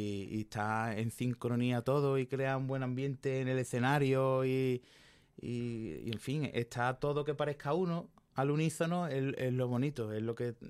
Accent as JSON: {"language": "Spanish", "town": "Jerez de la Frontera", "region": "Andalusia", "country": "Spain", "tie": "born or raised there", "said": "De chico veía en Jerez"}